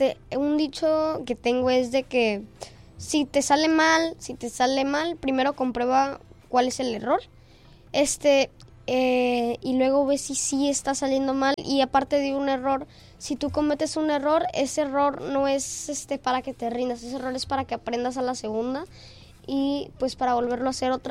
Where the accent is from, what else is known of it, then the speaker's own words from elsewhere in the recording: Tijuana, Baja California, Mexico; also born or lived in United States; No, nací en Estados Unidos.